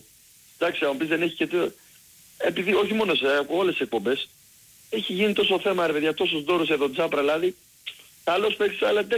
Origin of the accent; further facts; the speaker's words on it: Greece; εγώ, σαν Έλληνας πολίτης